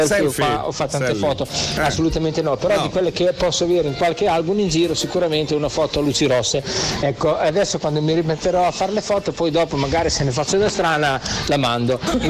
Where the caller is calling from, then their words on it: San Marino; di San Marino